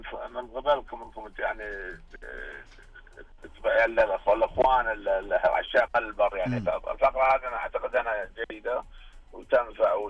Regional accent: Saudi Arabia; حنا كسعوديين

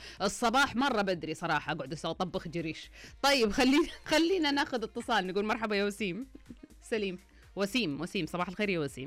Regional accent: Eastern Province, Saudi Arabia; أنا لأنه من أهل الشرقية فأهل الشرقية سوي الثريد تقريبا يقرب للجريش

